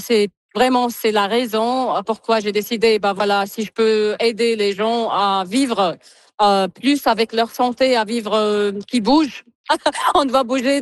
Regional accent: New Brunswick, Canada; Je suis de Nouveau-Brunswick, je suis pas d'ici.

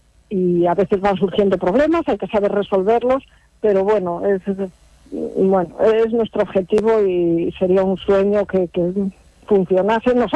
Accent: Cangas del Narcea, Asturias, Spain; moved away; cuando yo era pequeña en la aldea donde nací, en Carballo, en el concejo de Cangas del Narcea.

